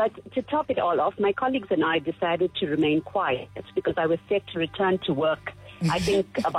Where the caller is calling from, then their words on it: Greytown, KwaZulu-Natal, South Africa; I didn't live in Durban. I'm from Greytown in KZN.